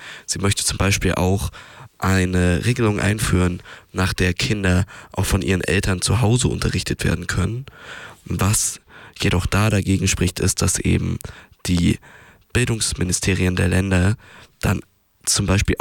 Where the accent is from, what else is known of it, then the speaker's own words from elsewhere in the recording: Germany; wir als Deutsche uns unserer Verantwortung bewusst sind